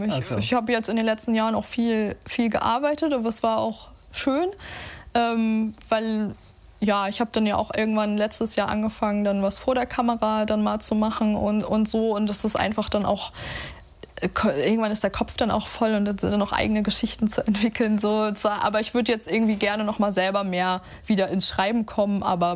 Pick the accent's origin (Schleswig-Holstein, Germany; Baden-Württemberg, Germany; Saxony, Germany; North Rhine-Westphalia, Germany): Schleswig-Holstein, Germany; Kiel; Und ich habe Großteil meiner Kindheit in Suxdorf verbracht.